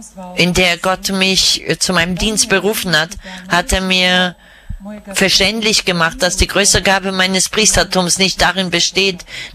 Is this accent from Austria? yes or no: no; Ukraine; für die Jugendlichen aus meiner Heimat und für die Jugendlichen aus der ganzen Welt. Herr, ich bitte dich für die Jugendlichen aus meiner Ukraine